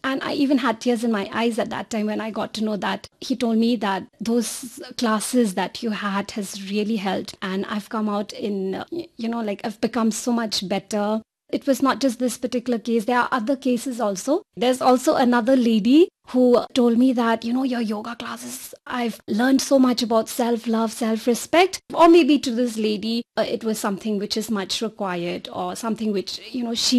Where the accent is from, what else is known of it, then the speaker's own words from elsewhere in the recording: Shillong, Meghalaya, India; moved away as an adult; also born or lived in Chennai; now in Shillong, India; And since I'm from Shillong, there's always been an urge to just come back home